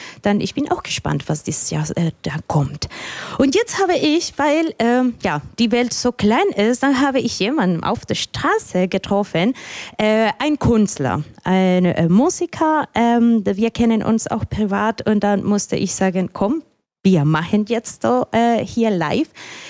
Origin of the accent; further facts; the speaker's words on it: Colombia; now in Germany; ich komme aus Kolumbien, nicht so weit weg von Nicaragua